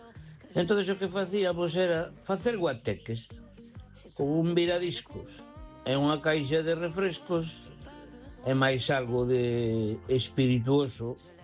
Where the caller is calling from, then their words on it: A Coruña, Galicia, Spain; Boas noites … de Coruña.